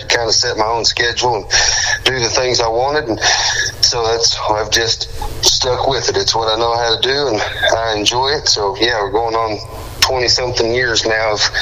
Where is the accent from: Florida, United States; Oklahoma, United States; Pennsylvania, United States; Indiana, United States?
Oklahoma, United States; also born or lived in Arkansas / Missouri; I was born in Arkansas, lived in southwest Missouri here for part of my childhood, and then I kind of claim Oklahoma. I spent my high school and college years in Oklahoma.